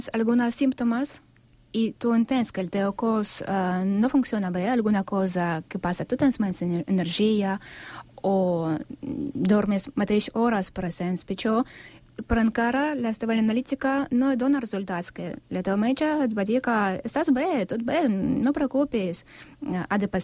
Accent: Sant Cugat del Vallès, Catalonia, Spain; Soc de Sant Cugat, però cada setmana vaig a Vilafranca del Penedès perquè els senseis són meravellosos.

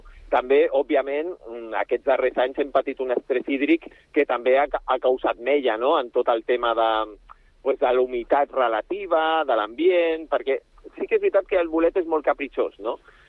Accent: Sant Cugat del Vallès, Catalonia, Spain; soc fill de Sant Cugat i de la Floresta

